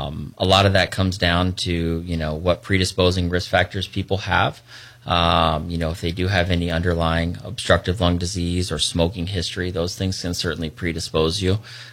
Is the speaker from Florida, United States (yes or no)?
yes; Orlando, Florida, United States; now in Palm Coast, United States; I grew up in Orlando, but we spent most of my summers actually down at New Smyrna Beach.